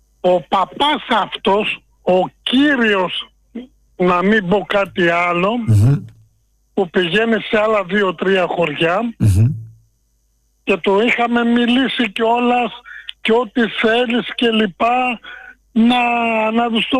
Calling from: Piraeus, Attica, Greece; από τον Πειραιά

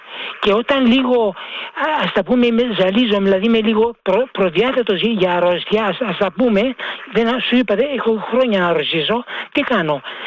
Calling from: Glyfada, Attica, Greece; από την Γλυφάδα.

